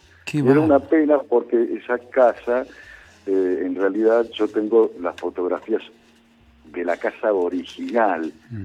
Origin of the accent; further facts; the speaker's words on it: Argentina; como muchos argentinos y muchos peronistas